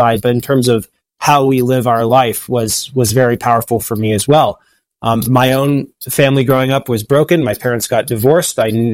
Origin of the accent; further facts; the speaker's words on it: Massachusetts, United States; I grew up in Massachusetts in a culture and a family that had lost touch with faith or any kind of church.